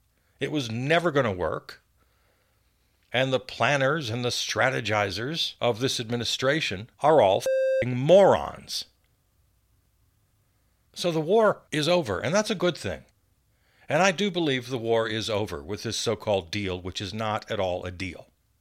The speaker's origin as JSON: {"language": "English", "country": "United States", "tie": "born there", "said": "because I was born in America, and that's tantamount to treason if I root for the other side."}